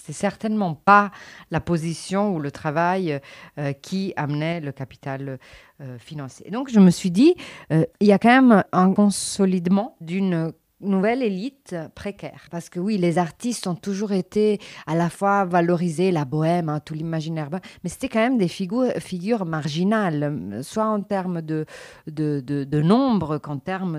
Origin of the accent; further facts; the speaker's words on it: Italy; French is a second language; Il faut dire que je suis italienne et qu'en Italie